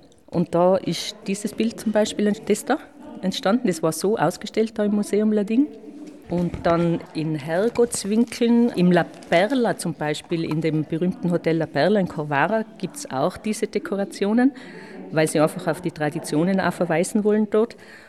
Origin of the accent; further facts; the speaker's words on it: Hall in Tirol, Tyrol, Austria; Also ich bin … aus Hall in Tirol.